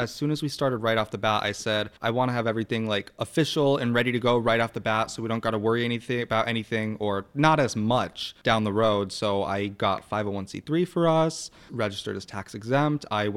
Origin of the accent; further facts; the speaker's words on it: Springfield, Massachusetts, United States; So I've lived in the area my whole life. I grew up in Springfield.